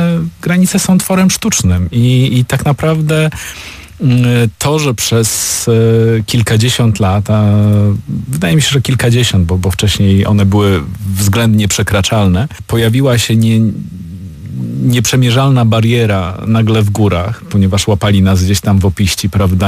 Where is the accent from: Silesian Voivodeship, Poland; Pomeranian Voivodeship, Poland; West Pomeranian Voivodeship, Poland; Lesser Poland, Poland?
Silesian Voivodeship, Poland; może nawet wcześniej od Jabłonkowa, aż po gdzieś tam po Zieloną Górę i Krosno Odrzańskie. Więc to są dla mnie bardzo charakterystyczne właśnie rejony, w których wyrosłem i w których dobrze się czuję